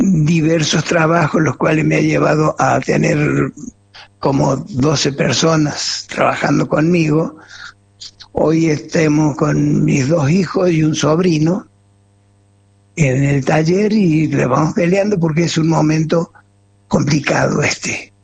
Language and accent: Spanish; San Martín, Argentina; moved away; es en mi pueblo, en San Martín